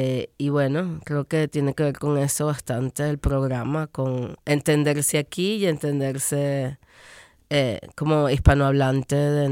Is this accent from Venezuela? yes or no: yes; Venezuela; moved away; Yo llegué de Venezuela, uh-huh.